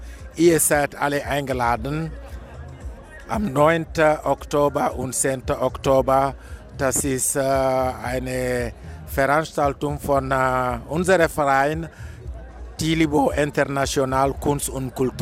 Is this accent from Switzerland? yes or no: no; Casamance, Senegal; German is a second language; moved away as an adult; now in Vienna, Austria; Casamas ist im Senegal, im Süd vom Senegal, und ich komme aus Casamas